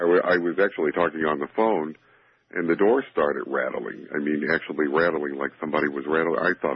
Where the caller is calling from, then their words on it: Union, Missouri, United States; I'm from Union, Missouri.